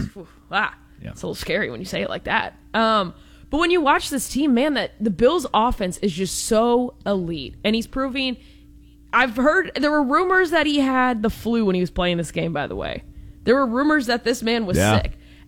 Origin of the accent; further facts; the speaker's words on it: Rochester, New York, United States; now in Houston, United States; I'm in Houston right now, but I'm visiting family from Rochester, New York.